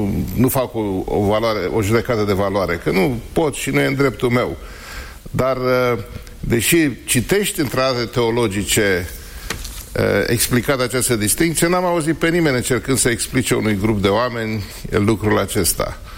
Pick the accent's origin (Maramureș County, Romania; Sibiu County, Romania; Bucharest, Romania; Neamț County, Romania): Bucharest, Romania; În București, da.